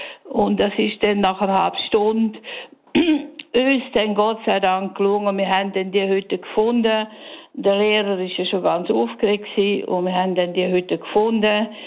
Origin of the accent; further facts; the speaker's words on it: Graubünden, Switzerland; Ich bin im Engadin aufgewachsen, gross geworden